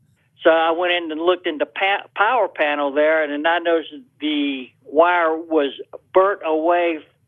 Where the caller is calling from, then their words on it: Pinnacle, North Carolina, United States; I'm calling from Pinnacle, North Carolina.